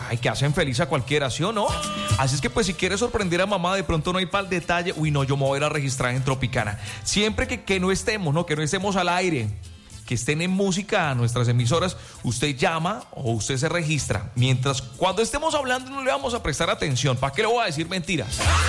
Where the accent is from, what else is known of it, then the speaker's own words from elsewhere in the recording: Cúcuta, Norte de Santander, Colombia; Pero yo, obviamente, no niego mi tierra, soy cucuteño, nací en el Hospital San Juan de Dios, que ya no existe.